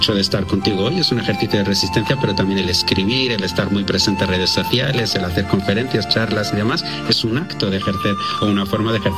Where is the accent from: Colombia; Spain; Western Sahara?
Western Sahara; moved away; Y yo creo que mi pueblo, nosotros hemos sabido entender esto muy bien. Los que resisten en los campamentos lo hacen muy bien. Los que resisten en las zonas ocupadas lo hacen muy bien. Y los que estamos aquí en la diáspora también lo intentamos hacer muy bien.